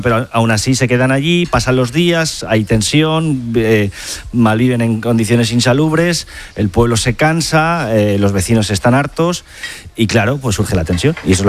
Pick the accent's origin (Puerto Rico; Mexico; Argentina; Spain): Spain; es algo de lo que sentirnos orgullosos como españoles.